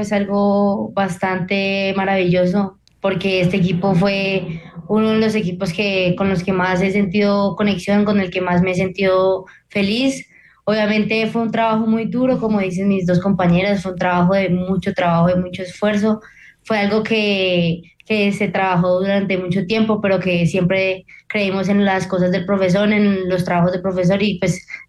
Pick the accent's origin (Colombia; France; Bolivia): Colombia; somos colombianos y pues el corazón de un colombiano es muy difícil de quebrar.